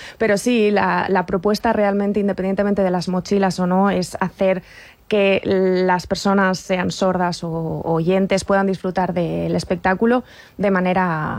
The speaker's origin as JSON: {"language": "Spanish", "town": "Valencia", "region": "Valencian Community", "country": "Spain", "said": "Yo de aquí, de Valencia."}